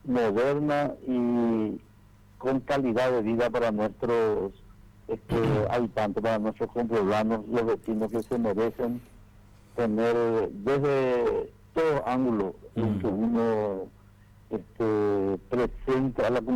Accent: Humaitá, Ñeembucú, Paraguay; born there; moved away; que soy jubilado y amo mi ciudad. Yo nací en Humaitá y volví

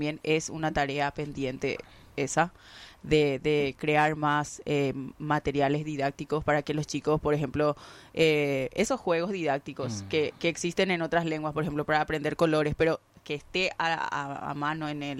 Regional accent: Paraguay; entendiendo guaraní, nos entendemos también lo que somos nosotros como paraguayos

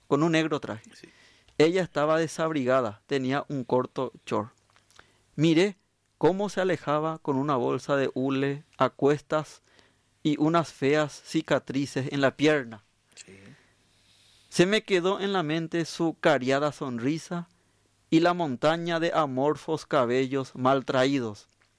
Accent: Capiatá, Central, Paraguay; Capiateño, nacido y criado y aún vivo en Capiatá, en mi ciudad.

